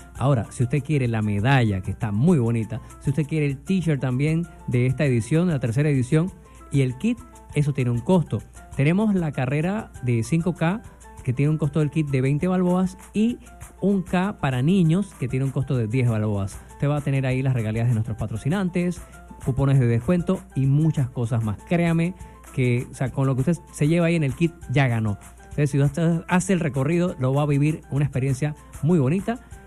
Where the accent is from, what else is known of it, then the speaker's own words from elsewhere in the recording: Panama; Esa es nuestra historia, lo que nos une como panameños.